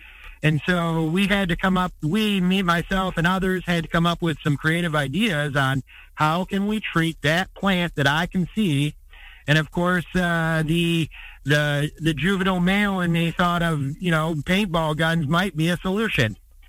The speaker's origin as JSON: {"language": "English", "region": "Michigan", "country": "United States", "said": "Upper Peninsula of Michigan, my stomping grounds. I'm not from Upper Peninsula, but Michigan."}